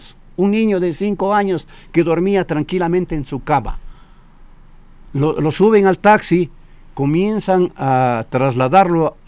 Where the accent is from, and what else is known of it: Ecuador